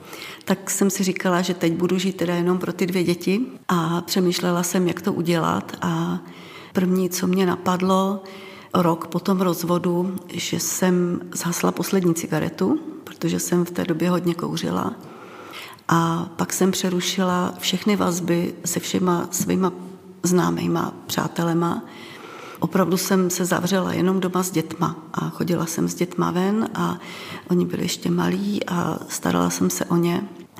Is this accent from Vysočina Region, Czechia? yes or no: no; Čelákovice, Central Bohemian Region, Czechia; z Čelákovic a chtěla jsem se s vámi sdílet o tom, jak jsem poznala Pána Ježíše.